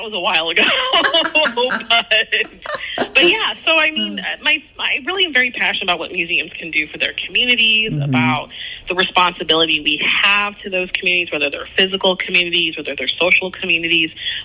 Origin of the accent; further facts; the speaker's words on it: Indiana, United States; born there; moved away as an adult; also born or lived in Michigan / New York / North Carolina / Texas; I'm a Hoosier-born person, and I was born in Northwest Indiana. Went to Ball State, went to Valparaiso, but prior to my time here, I worked in Michigan.